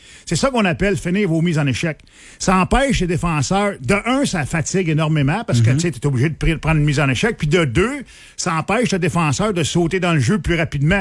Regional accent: Saint-Bruno-de-Montarville, Quebec, Canada; Je viens de Saint-Bruno, je m'entraînais là

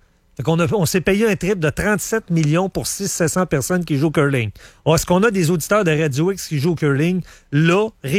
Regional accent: Black Lake, Quebec, Canada; Puis il est candidat dans ma ville natale, Black Lake, Thetford, puis tout ça.

